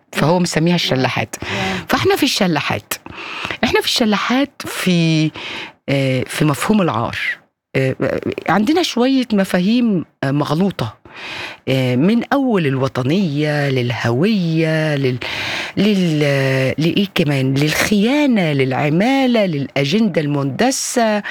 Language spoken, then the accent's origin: Arabic; Egypt; وطول عمرنا احنا مصريين مسيحيين عايشين مع مسلمين